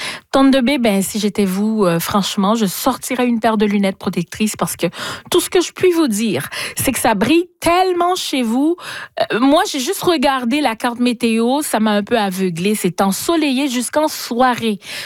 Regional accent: Haiti; moved away; j'ai grandi en Haïti

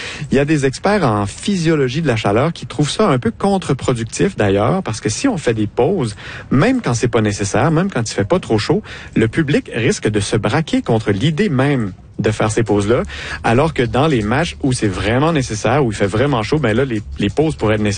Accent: Quebec, Canada; je suis gaspésien

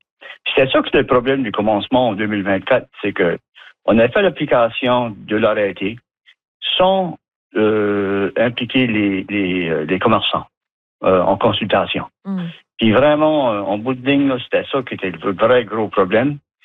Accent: New Brunswick, Canada; Moi, mon héritage, c'est acadien. Mm-hmm. Je suis fier acadien. Ma famille est ici depuis 1643.

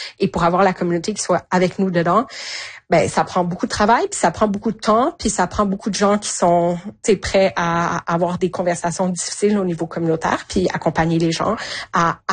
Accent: Canada; pour moi en tant que Canadienne.

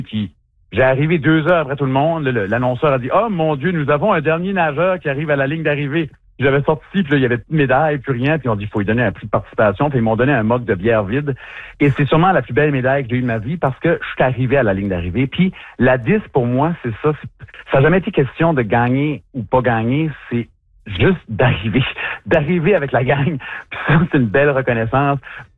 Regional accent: New Brunswick, Canada; Je pars de loin, je viens du Nouveau-Brunswick.

